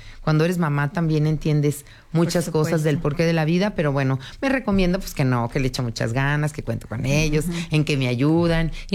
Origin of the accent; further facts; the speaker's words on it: Aguascalientes, Mexico; yo nací en Aguascalientes. Yo crecí en el barrio de San Marcos